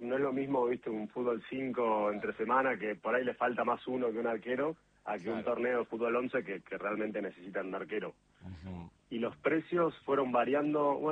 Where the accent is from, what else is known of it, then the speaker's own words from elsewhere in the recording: Pilar, Buenos Aires Province, Argentina; Uno, de Buenos Aires, en Pilar